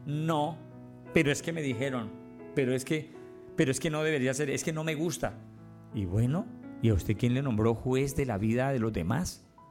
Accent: Colombia; Esta es mi tierra, yo soy de aquí, yo nací aquí

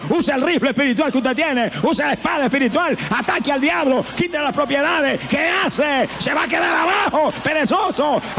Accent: Camuy, Puerto Rico; Yo viví 35 años perdido en mi pueblo de Camuy.

